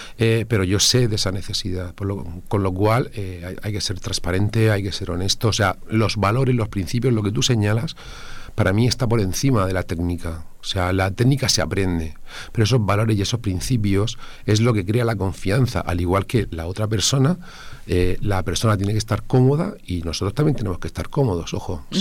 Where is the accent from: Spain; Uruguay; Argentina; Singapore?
Spain; Molina de Segura, Region of Murcia; born there; nosotros estamos aquí en Molina, yo soy de Molina, nací hace 50 años en la calle justamente detrás de donde tengo el despacho.